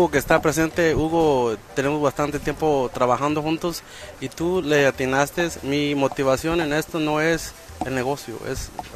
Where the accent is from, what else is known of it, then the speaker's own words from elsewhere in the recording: Nayarit, Mexico; born there; yo nací en Nayarit, en un rancho que no aparece, yo lo puse en el mapa porque literalmente fui a Google